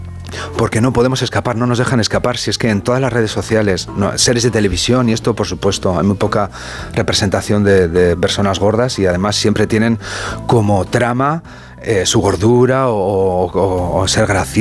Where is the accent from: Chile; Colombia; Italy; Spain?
Spain; Valladolid, Castile and León; Además es de León, yo soy castellano, sí. De Valladolid.